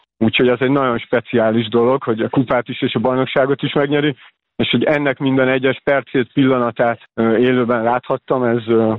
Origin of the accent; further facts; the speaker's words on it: Budapest, Hungary; Hát én Csepelen nőttem fel, 80-as években semmi más nem volt, csak a futball.